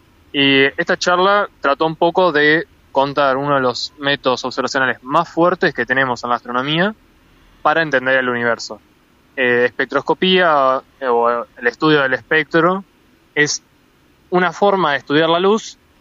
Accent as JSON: {"language": "Spanish", "town": "Concepción del Uruguay", "region": "Entre Ríos", "country": "Argentina", "tie": "born or raised there", "also_born_or_lived": "La Plata", "moved": "as an adult", "said": "Sí, yo soy de Concepción del Uruguay, viví toda mi vida acá"}